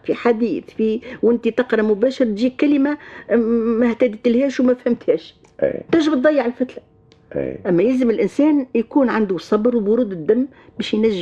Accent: Tunis, Tunis Governorate, Tunisia; born there; also born or lived in Kairouan; اللي احنا من القيروان، أصيلة القيروان، أصيلي القيروان، ولو انا مولود في تونس اما أصيلي القيروان.

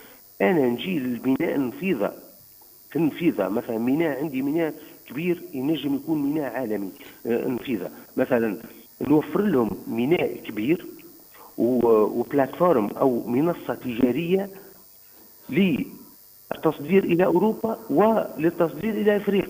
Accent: Tunisia; أنا كتونسي

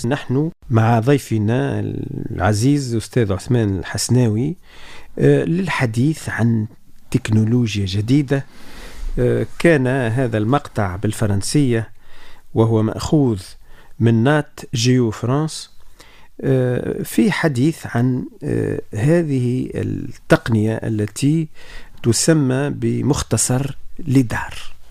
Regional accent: Tunisia; نحن كتونسيين

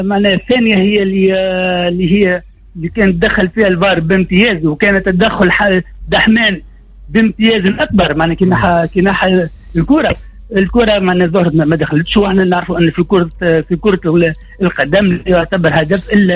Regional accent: Tunisia

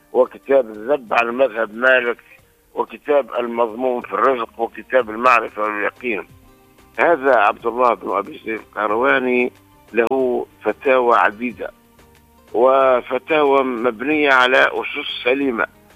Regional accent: Tunisia

